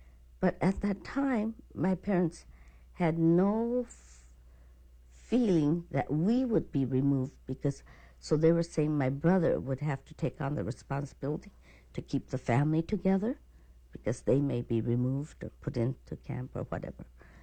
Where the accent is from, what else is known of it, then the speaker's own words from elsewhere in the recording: United States; You know, I'm American.